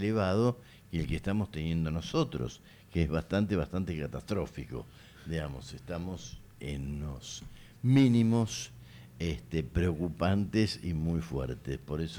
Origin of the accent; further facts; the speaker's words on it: Argentina; para nosotros como argentinos, como sudamericanos